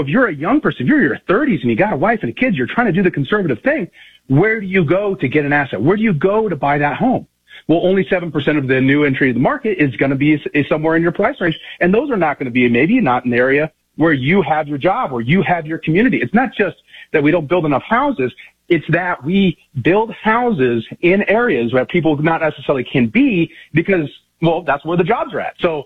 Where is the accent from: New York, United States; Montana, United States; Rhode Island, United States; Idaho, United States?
Montana, United States; So I've been in my home state for about 15 years doing public politics, doing elections and legislation on the state level. And now what I'm doing after this Montana miracle in 2023 and 2025